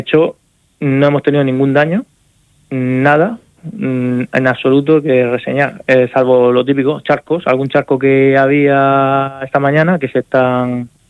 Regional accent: Region of Murcia, Spain; Nosotros somos murcianos.

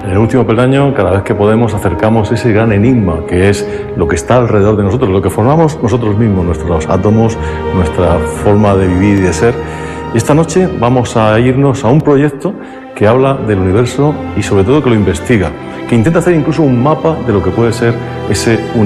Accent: Algaida, Balearic Islands, Spain; porque yo soy de Algaida y resulta que por lo que usted ha dicho, la casa de esta mujer estaba enfrente de la mía.

